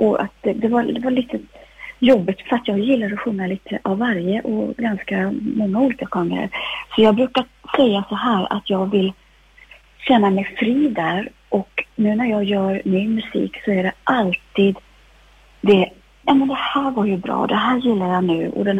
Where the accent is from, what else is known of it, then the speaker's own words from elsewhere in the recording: Östersund, Jämtland County, Sweden; vi kom ju från Jämtland, Östersund.